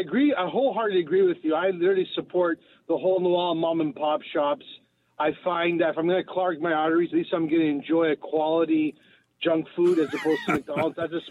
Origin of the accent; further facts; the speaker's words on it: Toronto, Ontario, Canada; now in Vaughan, Canada; I grew up in Toronto, North York